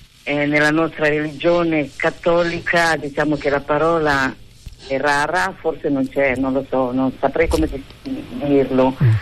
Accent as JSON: {"language": "Italian", "country": "DR Congo", "second_language": "Italian", "moved": "yes", "lives_now": "Pesaro, Italy", "said": "Sì, sono della Repubblica Democratica del Congo, del Sud, diciamo. Sono dall'88, adesso quanti anni sono che sono qui non lo so, quasi 40 anni."}